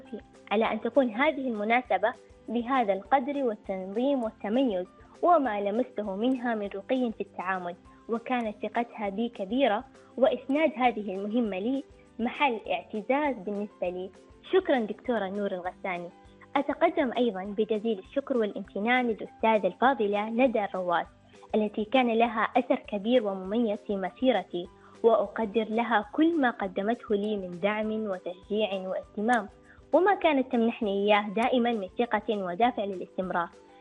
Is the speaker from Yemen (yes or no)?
no; Oman; ولا أنسى بلادي عمان